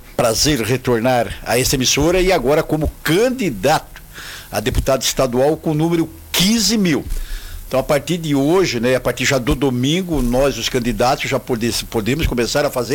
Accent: Braço do Norte, Santa Catarina, Brazil; moved away as an adult; also born or lived in Itajaí / Criciúma; now in Orleans, Brazil; eu nasci lá em Braço do Norte, alguns anos atrás, já faz bastante tempo. Eu nasci pequenininho lá no hospital. Tive toda a minha infância, a juventude toda em Braço do Norte

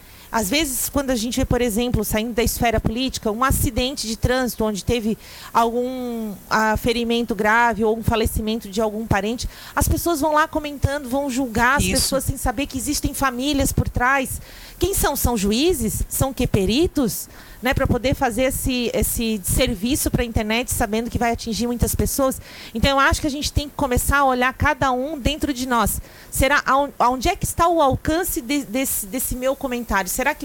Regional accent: Brazil; mas nós somos brasileiros, claro.

